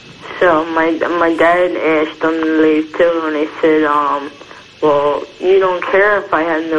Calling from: Upper Darby, Pennsylvania, United States; Upper Darby, Delaware County.

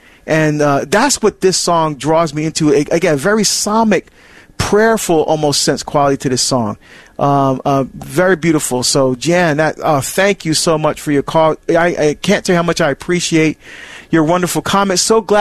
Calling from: Texas, United States; I'm listening from Texas on 106.

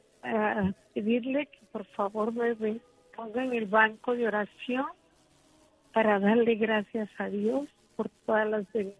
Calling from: Guatemala; Lo llamo de Guatemala.

